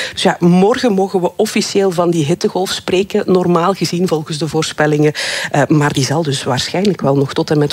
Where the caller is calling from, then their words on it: Lokeren, East Flanders, Belgium; Gelukkig geen schade hier bij ons in Lokeren